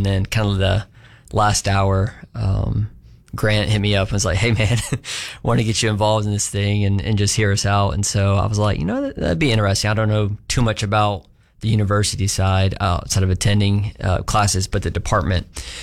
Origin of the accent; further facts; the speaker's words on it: Chattanooga, Tennessee, United States; born there; also born or lived in Knoxville; now in Augusta, United States; I was born in Chattanooga, and then my parents were both born and raised in the state. And so coincidentally, we've all ended up back there for the past 8 years I was there. But now we're back here, and my wife and I, we've moved around a lot in the 20 years we've kind of been in college